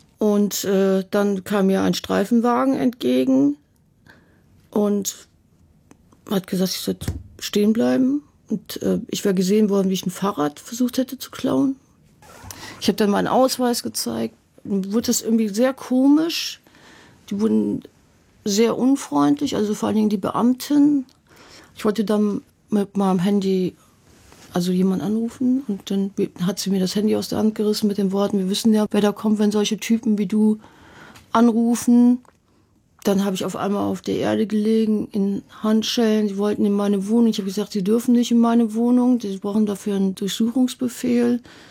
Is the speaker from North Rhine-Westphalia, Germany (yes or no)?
yes; Cologne, North Rhine-Westphalia, Germany; das war auf jeden Fall der Moment, wo ich meine Heimat verloren habe. Also endgültig, das war schon davor nicht mehr so cool in Köln, aber da war mir klar, ich bin hier einfach nicht mehr heimisch.